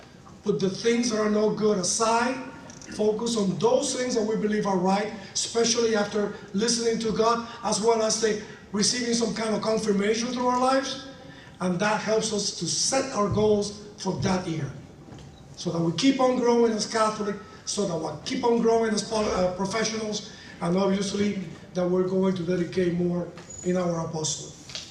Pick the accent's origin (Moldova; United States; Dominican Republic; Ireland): Dominican Republic; I am from the Dominican Republic, and I've been an agrupado since 2005.